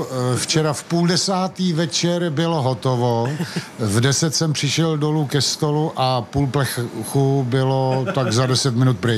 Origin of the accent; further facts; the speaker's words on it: Moravia, Czechia; tak my jsme vlastně rodem z Moravy, takže ty povidla tam k tomu patřej.